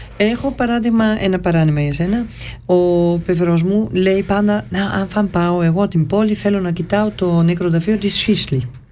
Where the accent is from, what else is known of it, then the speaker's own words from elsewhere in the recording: Greece; now in Switzerland; όταν είμαι Έλληνας και μένω στην εξωτερικό, στην Ελλάδα ή εδώ στην Ελβετία